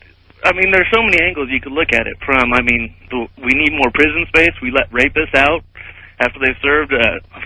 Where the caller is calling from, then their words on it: Ashland, Oregon, United States; I'm in calling from Ashland, Oregon.